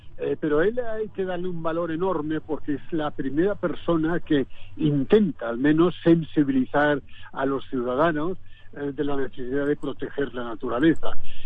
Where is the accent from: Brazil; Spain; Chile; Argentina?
Spain; Barcelona, Catalonia; born there; moved away as an adult; now in Jaca, Spain; Nací en Barcelona y dejé Barcelona en 1968 para venir a trabajar aquí en el Pirineo, en el norte de España, en la frontera francesa.